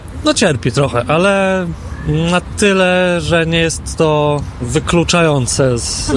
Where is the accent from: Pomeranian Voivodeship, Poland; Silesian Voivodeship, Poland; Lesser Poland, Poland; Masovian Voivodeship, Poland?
Masovian Voivodeship, Poland; Warsaw; wziąłem się stąd, to znaczy urodziłem się w Warszawie i mieszkam tutaj całe życie.